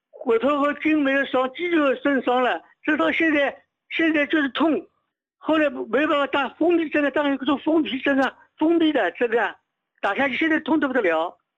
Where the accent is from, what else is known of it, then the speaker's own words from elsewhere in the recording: Suzhou, Jiangsu, China; 我是武装的，苏州的。